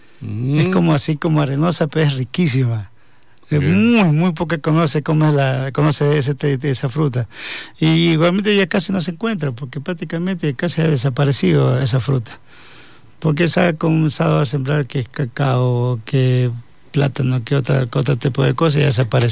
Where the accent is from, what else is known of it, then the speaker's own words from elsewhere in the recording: Puerto Viejo, Costa Rica; Yo vengo de Puerto Viejo, allá aparte del mango y el tamarindo, porque le dicen la reserva tamarindo